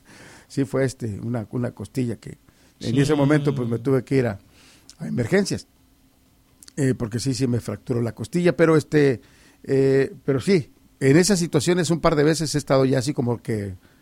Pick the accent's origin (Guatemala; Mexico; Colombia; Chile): Mexico; yo soy el clásico mexicano que deja todo para el último.